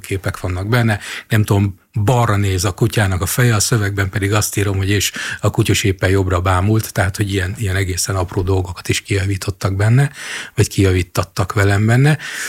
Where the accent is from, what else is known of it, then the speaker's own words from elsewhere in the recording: Jászberény, Jász-Nagykun-Szolnok, Hungary; Persze, hát én Jászberényi gyerek vagyok